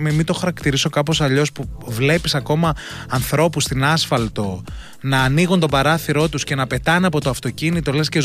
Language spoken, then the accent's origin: Greek; Greece